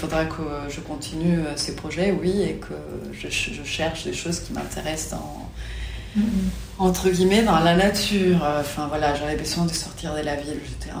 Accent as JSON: {"language": "French", "town": "Ensenada", "region": "Baja California", "country": "Mexico", "tie": "born or raised there", "also_born_or_lived": "Mexico City", "said": "Moi, je viens de Mexico, mais j'ai grandi dans une toute petite ville qui s'appelle Ensenada, donc pas loin de la frontière avec les États-Unis."}